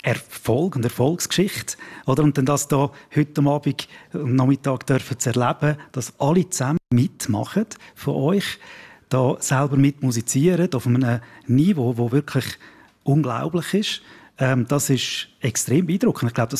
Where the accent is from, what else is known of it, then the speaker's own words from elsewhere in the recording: Steinen, Schwyz, Switzerland; Ja gut, ich bin aus dem Zuckerland, oder mit Betonung auf Land. Und ich bin auch aufgewachsen mit der Steiner Kilbi und mit dem … so weiter.